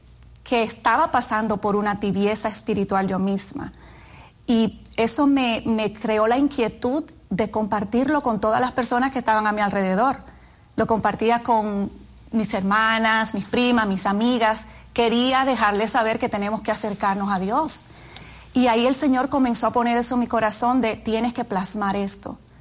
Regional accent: Dominican Republic; moved away as an adult; now in New York, United States; Soy dominicana. Nací en República Dominicana, sí. Y ahí me crié, fui a la Universidad de República Dominicana y vine luego a New York a estudiar.

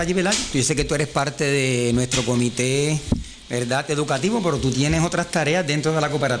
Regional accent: Puerto Rico

